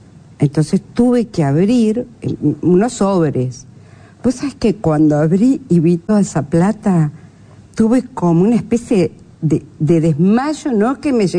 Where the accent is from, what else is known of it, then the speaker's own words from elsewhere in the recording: Piriápolis, Maldonado, Uruguay; moved away; hice ballet en mi pueblo natal o de infancia.